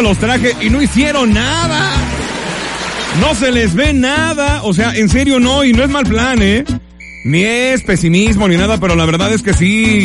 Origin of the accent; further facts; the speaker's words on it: Mexico; uno se emociona como mexicano